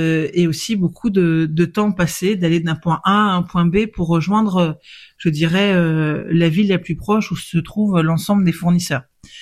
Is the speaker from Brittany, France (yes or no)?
yes; Brittany, France; Alors, moi, je te pose cette question en tant que bretonne, hein